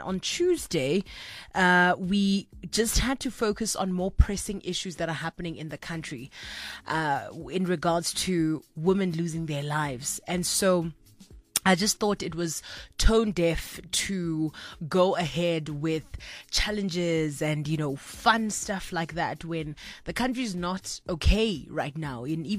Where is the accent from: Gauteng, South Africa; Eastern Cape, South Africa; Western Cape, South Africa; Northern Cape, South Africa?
Northern Cape, South Africa; first language Setswana; English is a second language; I'm from the Northern Cape. So Afrikaans won't be too much of a challenge for me.